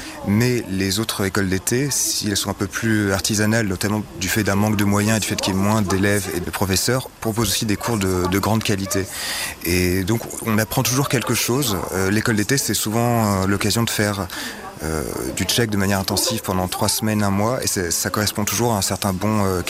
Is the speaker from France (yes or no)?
yes; Bordeaux, Nouvelle-Aquitaine, France